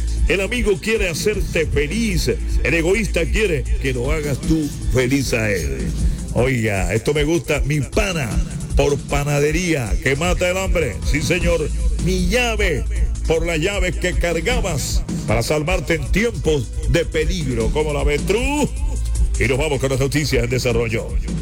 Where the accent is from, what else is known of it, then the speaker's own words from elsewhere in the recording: Cartagena, Bolívar, Colombia; Cartagena tesoro de leyendas, Cartagena reliquia colonial, mi ciudad amurallada cada día más bonita